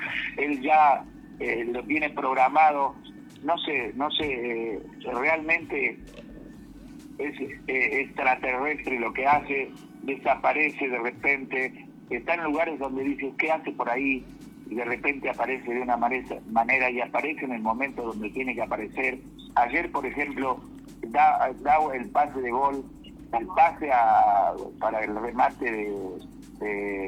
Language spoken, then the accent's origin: Spanish; Argentina; como argentino digo que gane Argentina